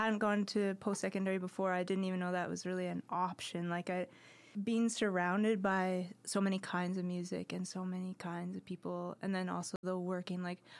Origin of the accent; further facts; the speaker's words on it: Vancouver, British Columbia, Canada; also born or lived in Kamloops / Edmonton; now in Prince George, Canada; I was born in Kamloops and then grew up in Vancouver, and then I moved to Edmonton, and then I moved here.